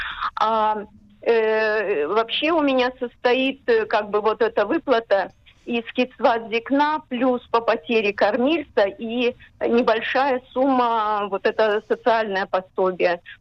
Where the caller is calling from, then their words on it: Haifa, Haifa District, Israel; из Хайфы. Мне сейчас 69 лет.